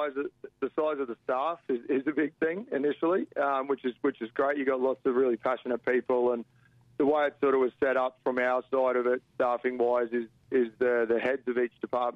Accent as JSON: {"language": "English", "region": "Queensland", "country": "Australia", "also_born_or_lived": "Portugal / New Zealand", "lives_now": "Perth, Australia", "said": "Yeah, I'm initially from Queensland, and then I spent a long time overseas. I was in Portugal for 8 years and New Zealand for a couple"}